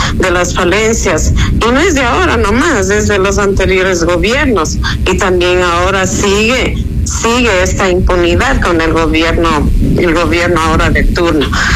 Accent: Ecuador; no hay garantías para nosotros como ecuatorianos.

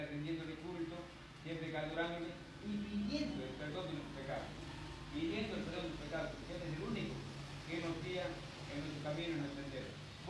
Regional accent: Peruvian Amazon, Peru; yo soy selvático. Yo soy como dice la gente, va a ser charapa, yo soy charapaza, selvático, yo.

